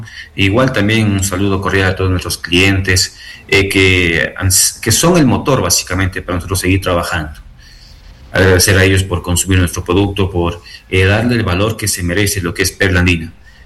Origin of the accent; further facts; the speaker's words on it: Cotopaxi, Ecuador; Somos de Sitges, somos de Quinticusí. Somos de Cotopaxi